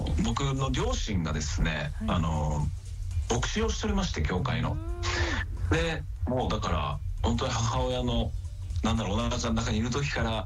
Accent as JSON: {"language": "Japanese", "region": "Kyoto", "country": "Japan", "tie": "born or raised there", "said": "京都生まれ京都育ち関西を中心にですね、サックスで音楽活動させていただいております"}